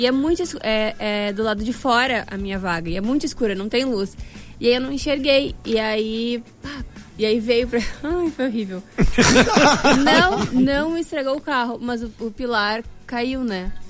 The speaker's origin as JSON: {"language": "Portuguese", "town": "Pelotas", "region": "Rio Grande do Sul", "country": "Brazil", "said": "Eu sou pelotense"}